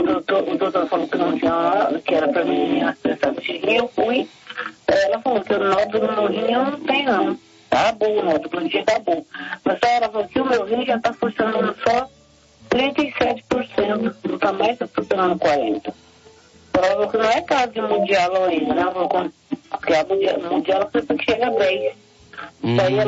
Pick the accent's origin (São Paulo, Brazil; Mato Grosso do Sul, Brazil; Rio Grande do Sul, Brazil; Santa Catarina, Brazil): Mato Grosso do Sul, Brazil; Dourados; Eu liguei, eu sou de Dourados, irmão.